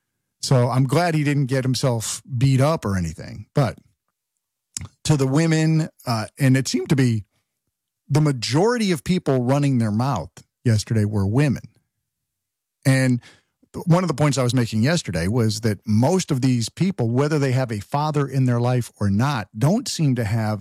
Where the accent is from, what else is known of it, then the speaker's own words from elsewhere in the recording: East Hartford, Connecticut, United States; I grew up in Connecticut, and we had, I grew up in a, not a little town, but a suburb of Hartford called East Hartford, ironically. And it's a, you know, lower middle class type of hardworking blue collar town